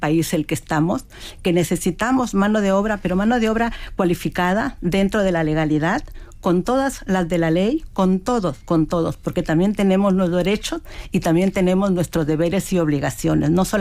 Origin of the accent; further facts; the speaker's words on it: Peru; now in Spain; Soy de Perú.